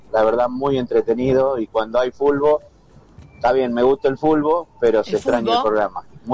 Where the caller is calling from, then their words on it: Villa Cañas, Santa Fe, Argentina; camionero de Villa Cañas.